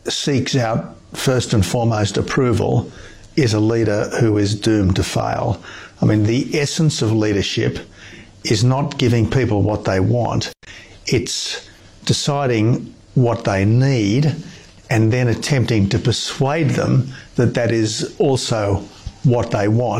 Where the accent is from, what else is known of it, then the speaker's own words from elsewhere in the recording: Australia; as an Australian